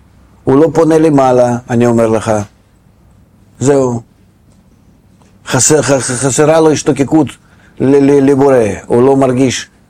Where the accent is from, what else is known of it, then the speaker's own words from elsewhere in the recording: Beersheba, Southern District, Israel; אני מגיע מבאר שבע